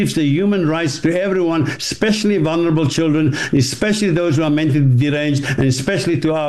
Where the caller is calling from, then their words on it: United Kingdom; as a British Muslim